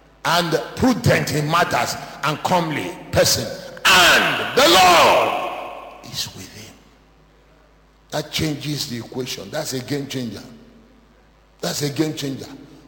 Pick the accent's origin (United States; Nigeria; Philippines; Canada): Nigeria; in our own clan as a Nigerian